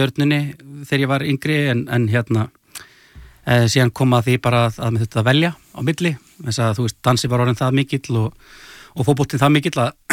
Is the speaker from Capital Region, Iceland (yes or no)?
yes; Garðabær, Capital Region, Iceland; also born or lived in Kópavogur; now in Reykjavík, Iceland; Í blábyrjun þá bjó ég í Furugrund í Kópavogi en flutti síðan hóflega snemma í Garðabæinn og þar ólst ég upp alveg þangað til að maður fó bara að finna sér eigi húsnæði sko.